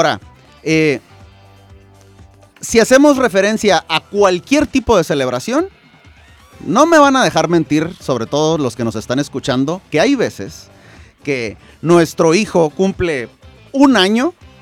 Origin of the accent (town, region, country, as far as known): Mexico